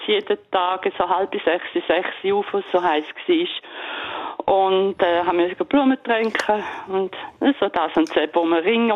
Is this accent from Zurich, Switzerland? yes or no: no; Thurgau, Switzerland; Oh, meine alte Heimat.